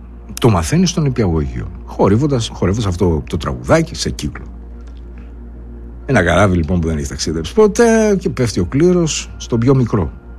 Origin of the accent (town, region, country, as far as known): Greece